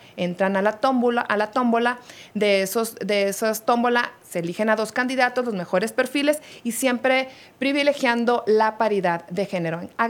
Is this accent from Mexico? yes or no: yes; Hermosillo, Sonora, Mexico; de donde soy yo, de Hermosillo